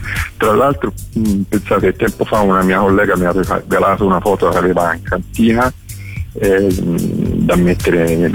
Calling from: Grosseto, Tuscany, Italy; io sono di Grosseto.

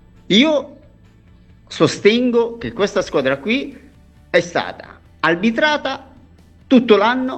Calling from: Varese, Lombardy, Italy

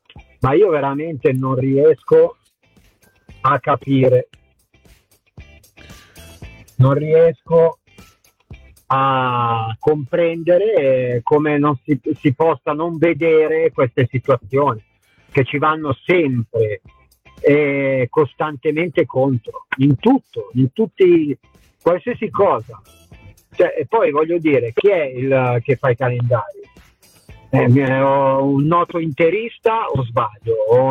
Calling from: Bollate, Lombardy, Italy; da Bollate.

